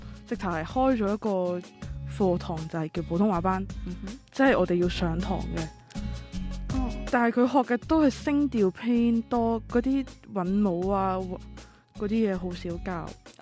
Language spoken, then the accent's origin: Cantonese; Hong Kong; 我因为作为香港人啦，然后跟我接触嘅内地人都会比较多